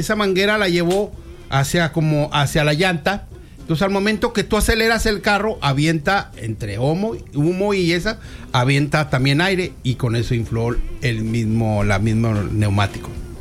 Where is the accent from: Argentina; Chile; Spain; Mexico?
Mexico; uno como mexicano